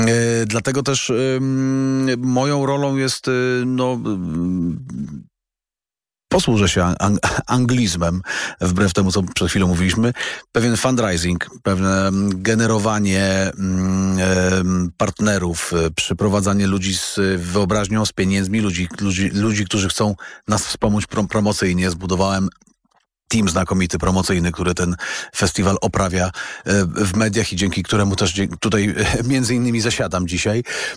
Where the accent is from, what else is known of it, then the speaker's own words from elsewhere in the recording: West Pomeranian Voivodeship, Poland; Ja jestem z Pomorza Zachodniego rodem, także mówię to z olbrzymim uczuciem i ze wspomnieniami z dzieciństwa.